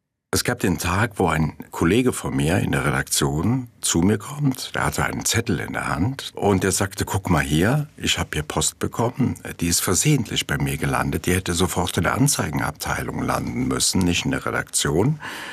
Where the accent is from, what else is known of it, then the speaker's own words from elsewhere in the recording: Mayen, Rhineland-Palatinate, Germany; born there; geboren in Mayen, Eifel, meine Geburtsstadt.